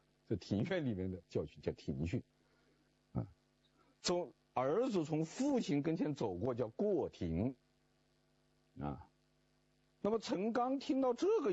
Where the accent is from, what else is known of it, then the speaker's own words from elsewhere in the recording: China; 现在我们中国人打交道嘛，